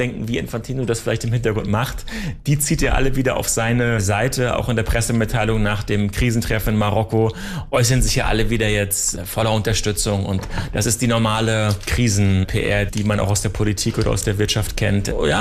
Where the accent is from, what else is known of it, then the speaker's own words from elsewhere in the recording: Germany; Wir kommen aus Europa, Sie kommen aus der Schweiz, Demokratie in der DNA, ich komme aus Deutschland.